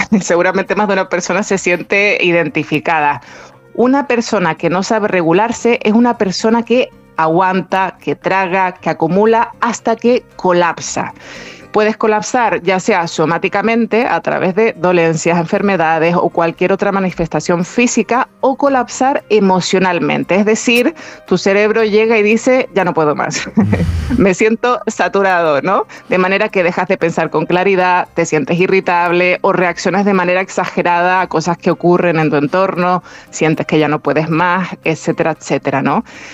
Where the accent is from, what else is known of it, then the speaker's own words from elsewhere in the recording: Canary Islands, Spain; accent: Canarian; que yo soy con mi canario, me sale pozo